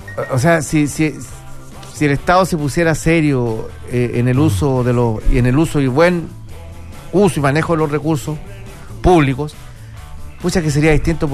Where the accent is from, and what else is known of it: Chile